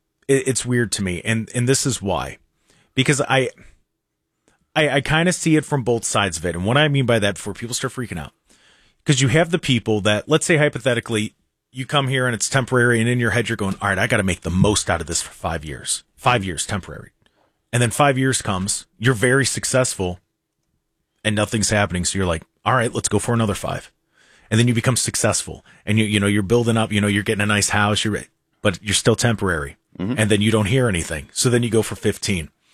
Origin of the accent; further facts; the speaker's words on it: United States; Because look, we as Americans, a lot of us, we've grown up with it.